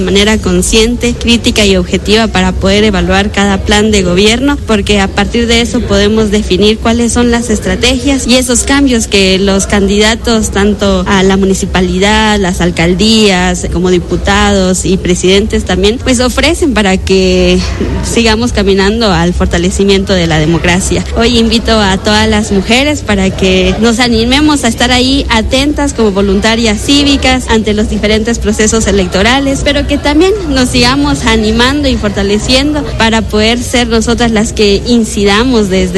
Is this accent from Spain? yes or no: no; Guatemala